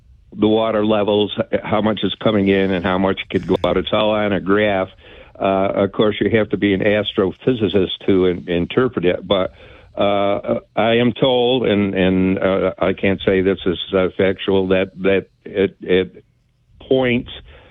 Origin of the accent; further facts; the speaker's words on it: Newport, New York, United States; I've lived on the creek my whole life. I'm from Newport.